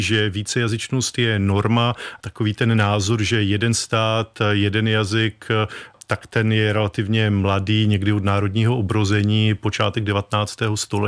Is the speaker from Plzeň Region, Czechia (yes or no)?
no; Opava, Moravian-Silesian Region, Czechia; já pocházím ze Slezska, z Opavy, pracuji v Ostravě, takže to je taková, řekněme, příhraniční oblast, kde máme mluvčí polštiny, slovenštiny, máme tady významnou ukrajinskou komunitu